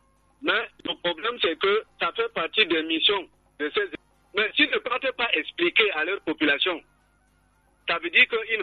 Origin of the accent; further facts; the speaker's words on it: Bokito, Centre, Cameroon; Moi qui vous parlais là, je suis Yambassa de Bokito.